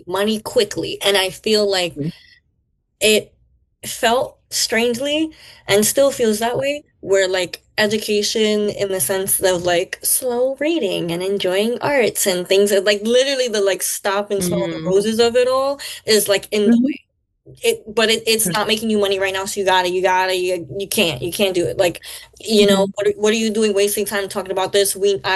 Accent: Bronx, New York, United States; I definitely feel like growing up here, there's this desire as a kid

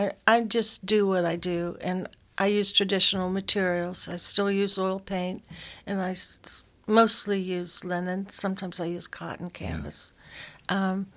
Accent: Covington, Kentucky, United States; born there; now in Louisville, United States; I was born in Northern Kentucky. In Covington.

